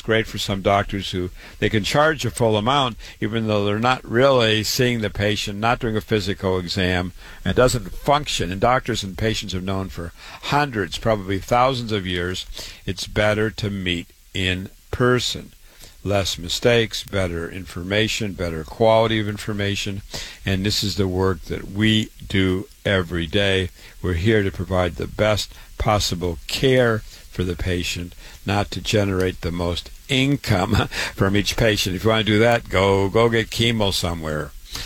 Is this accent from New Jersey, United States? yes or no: no; Waterloo, Iowa, United States; born and raised in Waterloo, Iowa.